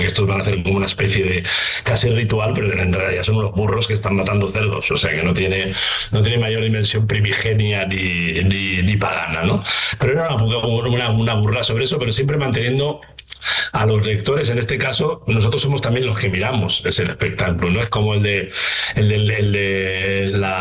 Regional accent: Barcelona, Catalonia, Spain; yo nací en Barcelona, pero con 10 años nos fuimos a vivir a un pueblecito al lado de Barcelona.

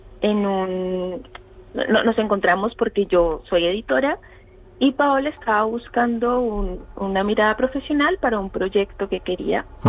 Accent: Colombia; moved away as an adult; now in Almería, Spain; yo soy colombiana, y bueno, actualmente vivo en Almería.

